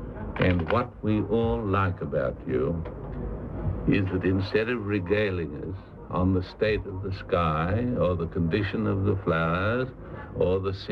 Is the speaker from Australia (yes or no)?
yes; Australia; I'm delighted to tell you, as an Australian, that every Australian knows you.